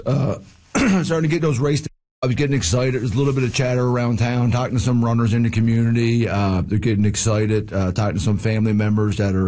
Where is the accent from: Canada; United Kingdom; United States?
Canada; Newfoundland and Labrador; now in Labrador, Canada; I'm not from Labrador. I'm from Newfoundland, but I'm raising a family here in Labrador, and I love it here